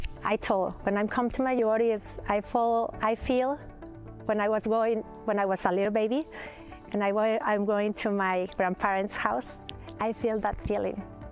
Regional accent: Mexico; now in Dallas, United States; I'm living in Dallas, Texas, but I'm from Mexico.

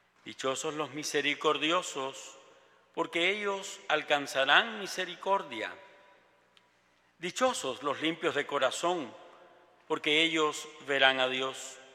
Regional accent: Havana, Cuba; Cuando era muchacho, yo nací en La Habana, nos propusimos, vivíamos, trabajábamos, íbamos al Corazón de María, está en la calzada del cerro

